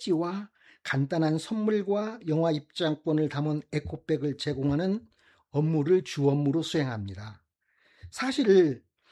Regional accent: Jeonju, North Jeolla, South Korea; 내가 사랑하는 내 고향 전주

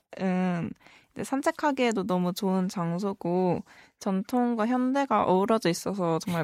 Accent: Jeonju, North Jeolla, South Korea; 저는 전주 토박이로 이제 19년째 살고 있습니다.

